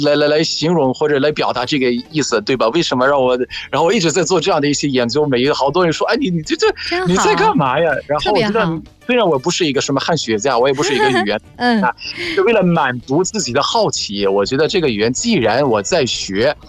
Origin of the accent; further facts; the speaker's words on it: Egypt; Chinese is a second language; 我是来自埃及的